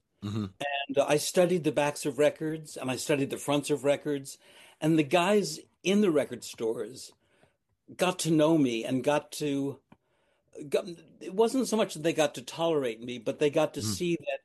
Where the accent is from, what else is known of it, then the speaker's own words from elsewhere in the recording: New York City, New York, United States; I was raised in New York City.